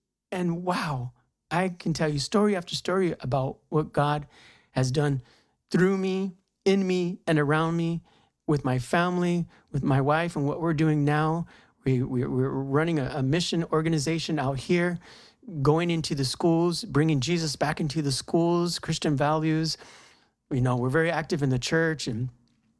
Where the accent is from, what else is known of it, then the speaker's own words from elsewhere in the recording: United States; I'm Mexican American. I can speak a little bit of Spanish.